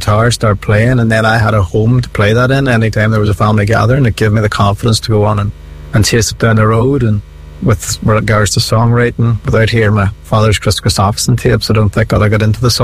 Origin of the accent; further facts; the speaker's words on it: Northern Ireland, United Kingdom; And growing up in Ireland, I was around that at any family gathering that we have attended.